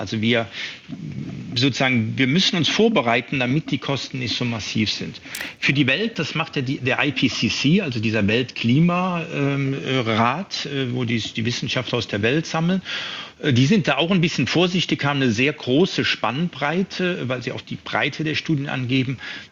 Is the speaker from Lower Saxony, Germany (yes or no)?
no; Mannheim, Baden-Württemberg, Germany; Also ich komme aus Mannheim